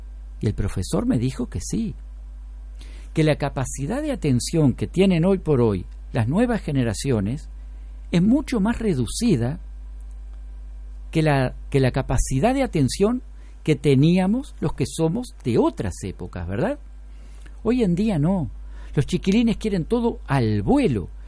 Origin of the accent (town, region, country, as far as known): Uruguay